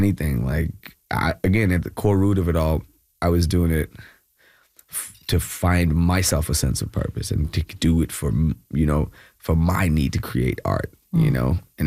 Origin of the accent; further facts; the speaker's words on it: Kerala, India; moved away; also born or lived in Bangalore; So I'm from Kerala, but yeah. I actually moved to Bangalore.